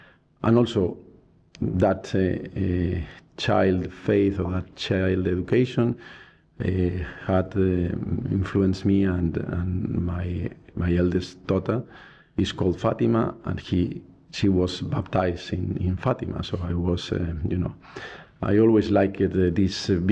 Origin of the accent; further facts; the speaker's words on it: Galicia, Spain; moved away; also born or lived in Mexico / London; my mother and my family, we are from the northwest of Spain, from Galicia